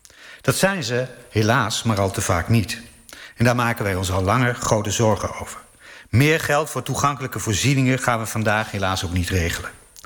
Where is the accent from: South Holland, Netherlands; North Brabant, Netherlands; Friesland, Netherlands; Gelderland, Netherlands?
Gelderland, Netherlands; Ik ben opgegroeid in de Achterhoek, waar het verenigingsleven het cement is van elk dorp.